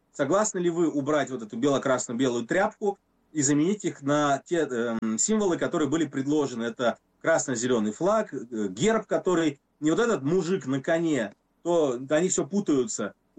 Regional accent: Belarus; я тоже белорус

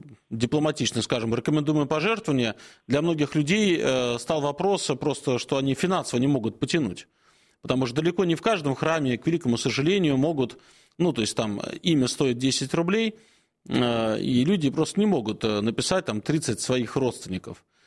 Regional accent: Moscow, Russia; Так как речь про Москву, а это моя родина, мой родной город, Богдан.

